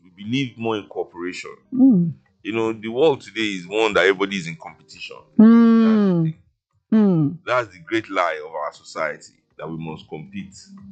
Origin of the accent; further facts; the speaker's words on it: Nigeria; Our essence as Nigerian people comes through, regardless of anywhere we put us.